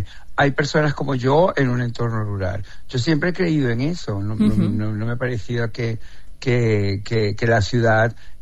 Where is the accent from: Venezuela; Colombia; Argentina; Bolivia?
Venezuela; Caracas, Capital District; moved away as an adult; now in Spain; yo también dejé mi ciudad de origen, Caracas, que puede considerarse una ciudad no rural, porque es una ciudad muy urbana, muy muy urbana, también es una capital petrolera